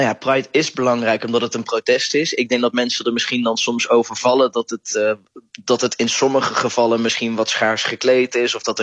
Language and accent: Dutch; North Brabant, Netherlands; Ik kom uit Brabant